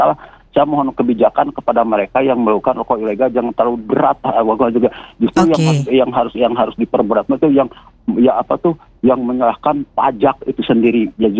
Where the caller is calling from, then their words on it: Bandung, West Java, Indonesia; Saya dari Bandung Timur Pak.